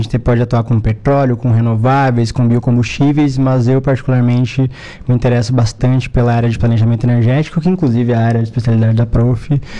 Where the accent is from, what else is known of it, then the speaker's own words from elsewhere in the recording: Palmeira das Missões, Rio Grande do Sul, Brazil; moved away as an adult; now in Araranguá, Brazil; Eu sou natural de Palmeiras das Missões, no Rio Grande do Sul, próximo a Passo Fundo, região norte do estado.